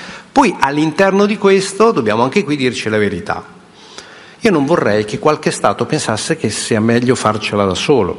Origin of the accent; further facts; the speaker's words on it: Modena, Emilia-Romagna, Italy; io vengo da Modena